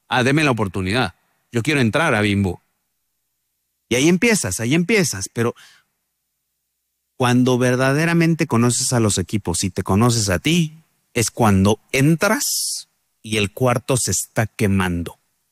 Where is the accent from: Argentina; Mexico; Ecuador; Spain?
Mexico; moved away as an adult; now in Colombia; Primero un mexicano, acá en Colombia